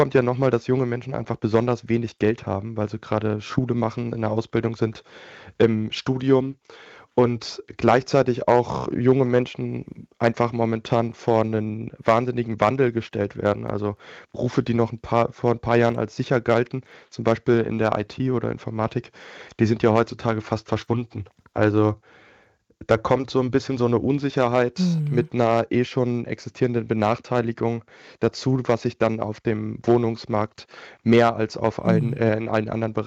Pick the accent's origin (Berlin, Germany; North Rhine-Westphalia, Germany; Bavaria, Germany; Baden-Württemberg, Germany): Berlin, Germany; weil für mich ist es auch eine Heimat und ein Ort, wo ich aufgewachsen bin.